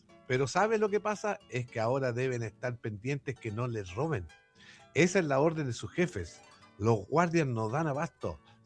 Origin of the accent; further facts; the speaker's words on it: Chile; yo creo que todos somos chilenos.